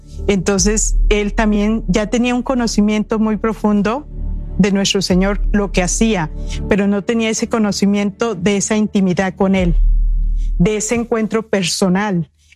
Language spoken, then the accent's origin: Spanish; Acapulco, Guerrero, Mexico; moved away; yo que vengo de un puerto, yo soy de Acapulco, y allá la vida es de noche.